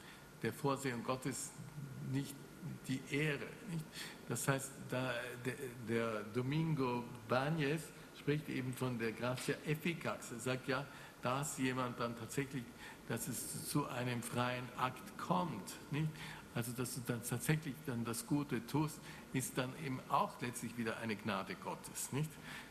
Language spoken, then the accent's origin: German; Konstanz, Baden-Württemberg, Germany; born there; in dieser schönen Stadt Konstanz, wo ich geboren bin, nicht?